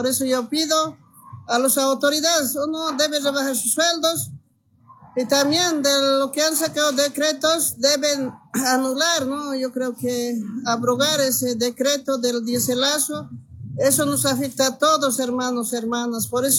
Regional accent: El Alto, La Paz, Bolivia; Nosotros somos de la Ciudad del Alto

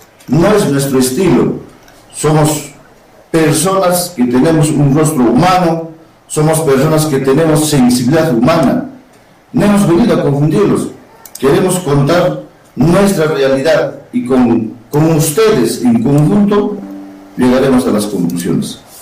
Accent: Peru; Yo soy hijo de una comunidad, yo soy del distrito de Akira

